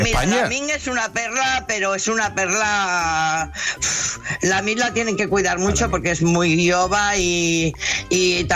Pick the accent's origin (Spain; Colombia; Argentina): Spain; Madrid, Community of Madrid; now in Barcelona, Spain; Yo soy de Madrid. Yo vivo aquí en Barcelona hace muchísimos años, pero soy de Madrid y he nacido al lado del campo del Atlético de Madri